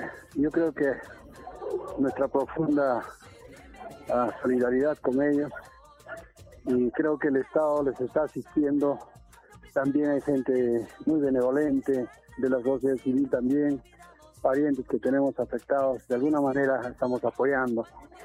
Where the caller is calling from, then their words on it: Peru; yo vivo en Chilca y hay mucha gente de la zona que son paisanos